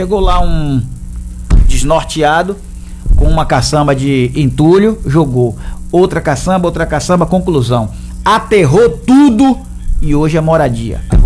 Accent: Salvador, Bahia, Brazil; eu sou nascido e criado em Paripe, na Praia de Tubarão, quando lá tinha mangue, eu metia a mão no buraco e pegava caranguejo.

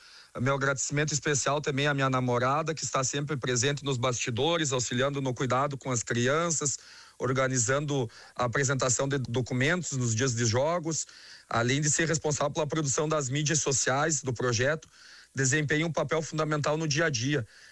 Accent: Esmeralda, Rio Grande do Sul, Brazil; moved away; sempre tive o propósito de retornar à minha cidade natal

